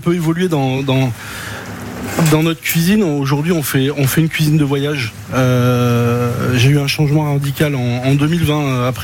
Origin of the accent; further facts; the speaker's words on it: Provence-Alpes-Côte d'Azur, France; now in Burgundy, France; on est natif aussi de Provence.